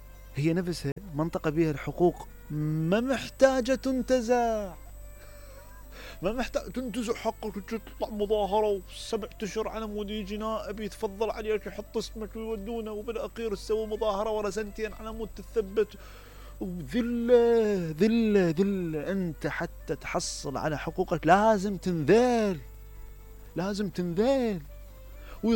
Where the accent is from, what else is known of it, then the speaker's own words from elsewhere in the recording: Basra, Basra Governorate, Iraq; born there; أنه أنا لماذا مثلا ولدت مثلا في البصرة مثلا، بينما غير يعني مع اعتزازنا طبعا بالمدينة وبناسها أكيد